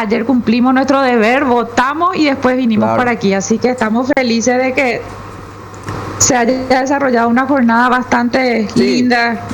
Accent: Paraguay

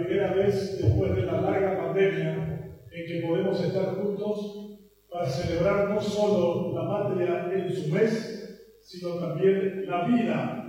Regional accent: Paraguay; experiencias históricas que nos marcan profundamente como paraguayos.

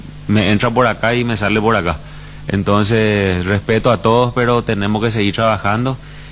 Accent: Paraguay; todos somos paraguayos

